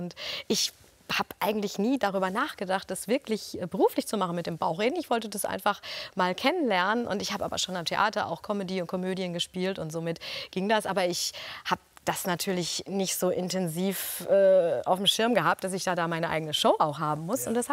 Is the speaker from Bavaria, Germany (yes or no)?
no; North Rhine-Westphalia, Germany; born there; weil ich komme ja gebürtig aus dem Ruhrgebiet.